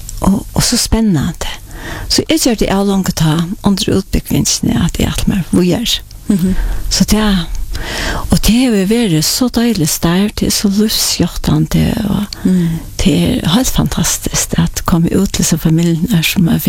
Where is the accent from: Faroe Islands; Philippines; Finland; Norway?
Faroe Islands; Klaksvík; Jag är uppvuxen i Klagsvik. Och jag är född i Surveje. Bodde först i 5 år i Surveje. Och så flottade för äldre med Klagsvik.